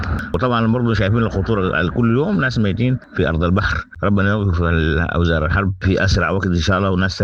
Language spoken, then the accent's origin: Arabic; Sudan; وما يخفى طبعا أن إحنا كسودانيين يعني قريب مئات الآلاف يعني جو عبارة عن لاجئين